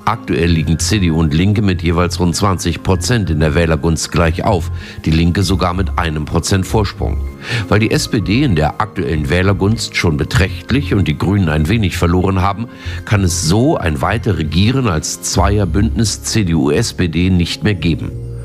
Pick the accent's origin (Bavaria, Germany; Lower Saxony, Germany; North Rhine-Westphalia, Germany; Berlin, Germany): Berlin, Germany; sag ich als Berliner.